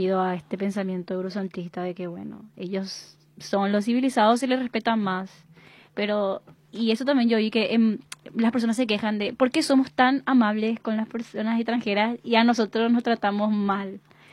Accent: Paraguay; nosotros que somos paraguayos

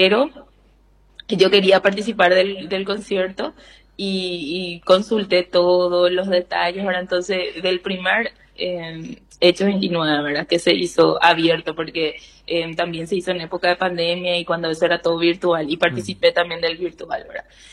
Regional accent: Paraguay

